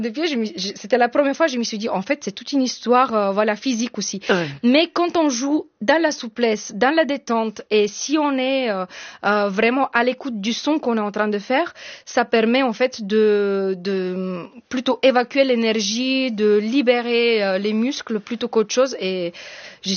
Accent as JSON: {"language": "French", "country": "Bulgaria", "tie": "born or raised there", "second_language": "French", "moved": "as an adult", "lives_now": "France", "said": "j'ai grandi en Bulgarie, dans une famille de musiciens"}